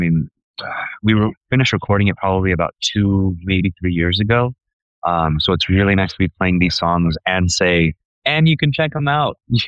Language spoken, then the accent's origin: English; Phoenix, Arizona, United States; born there; moved away as an adult; also born or lived in El Paso, Texas; now in Austin, United States; Born and raised in El Paso, but I was essentially growing up in Phoenix.